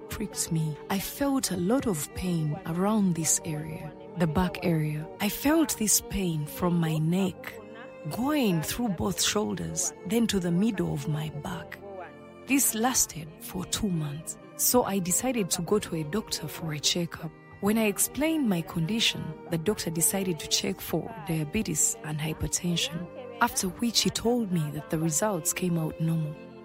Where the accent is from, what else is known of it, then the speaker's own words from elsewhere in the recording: Lukaya, Central Region, Uganda; I come from Lukaya.